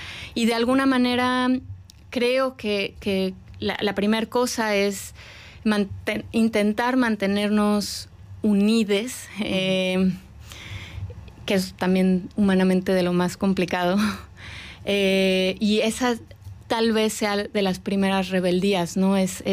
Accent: Mexico; nosotras como mexicanas trabajamos sobre México

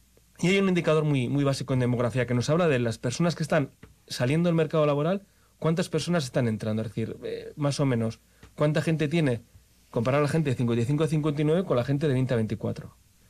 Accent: Basque Country, Spain; Yo, que nací en los 80, siempre he vivido en mi pueblo, soy de un pueblo, y siempre he vivido en mi pueblo

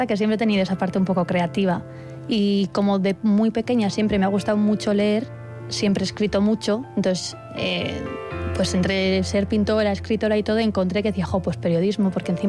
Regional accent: San Sebastián, Basque Country, Spain; fue la primera vez que yo soy de Donosti, entonces la primera vez que salía de casa durante 4 años, eso, a apañártelas tú, fuera de casa

